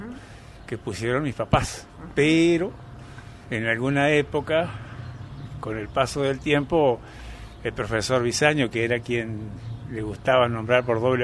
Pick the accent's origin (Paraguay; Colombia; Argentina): Argentina; Arroyo Barú, Entre Ríos; born there; No, yo soy nacido en Arroyo Barú, en el año 61. Pero ahí viví 9 meses nada más, yo no tengo registro de eso.